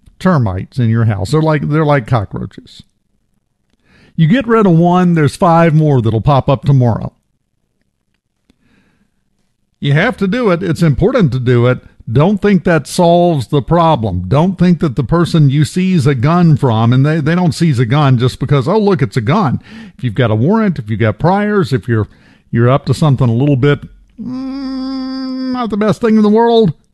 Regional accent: Macomb, United States; born there; I was born in Macomb in 1967 in the old city hospital downtown, the big abandoned building now.

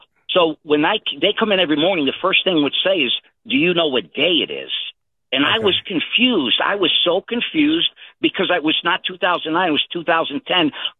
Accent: Connecticut, United States; moved away as an adult; now in South Carolina, United States; when I was like 5 years old growing up in Connecticut all my life, and the people that I've known since I moved to South Carolina 30 years

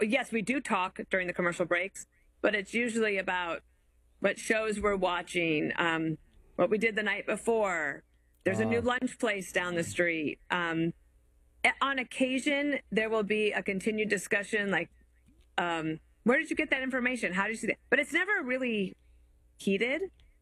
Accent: United States; born there; also born or lived in Wyoming / Colorado / Washington, D.C.; now in New York City, United States; so we moved here 15 years ago. I grew up in Wyoming and Colorado, but I spent a long time in Washington, D.C.

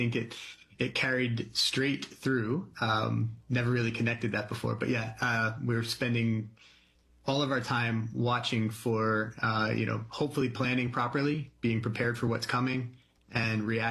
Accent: Bethlehem, Pennsylvania, United States; Yeah, I'm from Bethlehem, just north of, about an hour north of Philly. I have 7 brothers and sisters, almost all sisters, 6 of them. I'm the youngest.

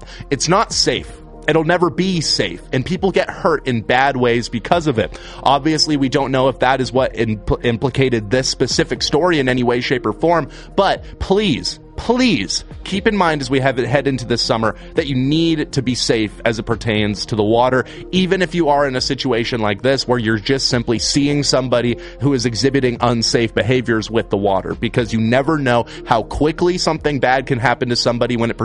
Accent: Leavenworth, Washington, United States; I grew up in Leavenworth

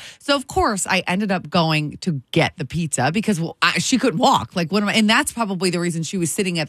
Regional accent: Michigan, United States; moved away; I grew up in Michigan

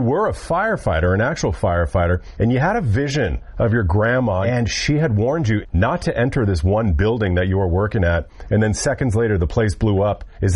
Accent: Jamaica, Queens, New York, United States; born there; Well, I was born in Jamaica, Queens. I have family in Floral Heights.

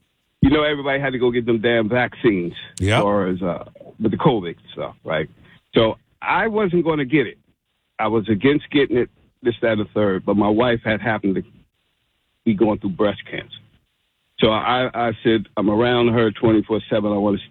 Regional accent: New Jersey, United States; moved away as an adult; also born or lived in North Carolina; now in Freehold, United States; Born and raised in Jersey. I went down to North Carolina for a few minutes.

